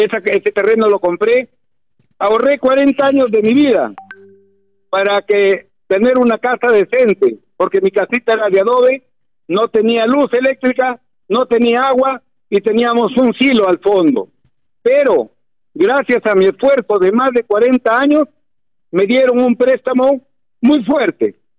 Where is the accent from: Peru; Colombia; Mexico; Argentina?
Peru; Olmos, Lambayeque; bien claro que basta con haber nacido en el distrito de Olmos, y es más, yo no solo he nacido, yo aquí estudié